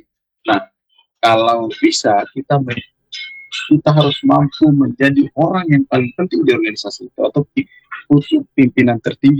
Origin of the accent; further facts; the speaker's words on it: East Nusa Tenggara, Indonesia; moved away as an adult; now in Makassar, Indonesia; Apalagi saya ini asli orang NTT, hanya kuliah aja di Makassar.